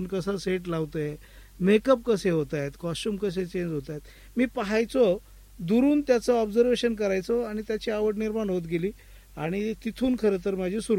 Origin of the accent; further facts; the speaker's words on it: Wadzire, Maharashtra, India; also born or lived in Mumbai; now in Ahmednagar, India; parallelly मी मूळचा पारनेर तालुक्यातला वडझिरे गावचा, माझ्या शेजारचं गाव देवी भैरे